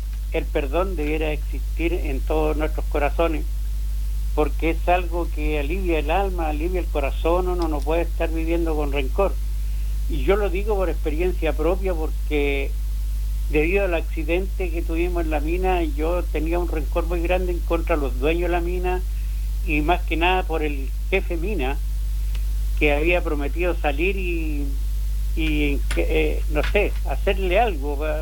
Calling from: Copiapó, Atacama, Chile; Estoy llamando desde Copiapó.

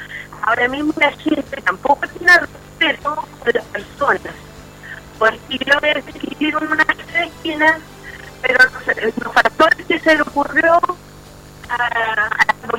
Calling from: Coronel, Biobío, Chile; nosotros, los coronelinos, lo estamos haciendo peor.

